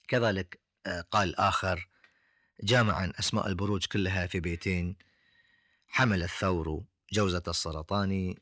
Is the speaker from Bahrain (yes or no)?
yes; Bahrain; عندنا في البحرين وفي سائر الخليج العربي